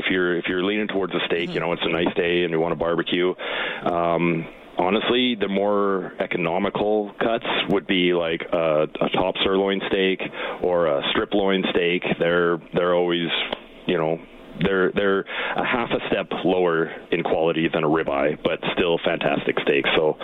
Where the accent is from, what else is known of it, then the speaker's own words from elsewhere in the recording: Edmonton, Alberta, Canada; And you say, "I'm from Edmonton, Alberta, Canada."